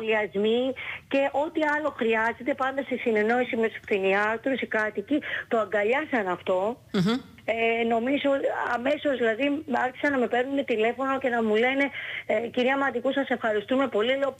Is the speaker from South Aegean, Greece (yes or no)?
yes; Rhodes, South Aegean, Greece; born there; also born or lived in Kastellorizo; Η μαμά μου δηλαδή και η γιαγιά μου είναι από εκεί και είναι στην ουσία η δεύτερη μου πατρίδα. Δηλαδή εκτός ότι έχω γεννηθεί στη Ρόδο, το Καστελόριζο είναι το νησί μου.